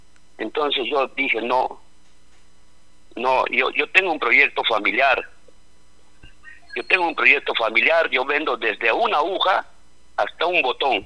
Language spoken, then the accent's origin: Spanish; Mazamari, Junín, Peru